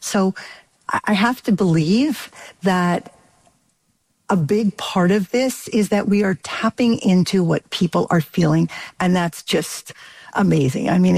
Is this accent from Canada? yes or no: yes; Canada